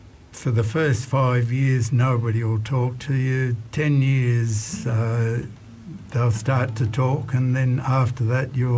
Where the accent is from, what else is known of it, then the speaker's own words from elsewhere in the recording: Broken Hill, New South Wales, Australia; also born or lived in Snowtown, South Australia; now in Bathurst, Australia; Our home really was in Broken Hill.